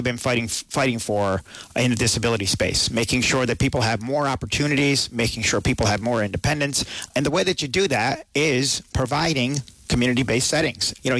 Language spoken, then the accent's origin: English; Rotterdam, New York, United States; born or raised there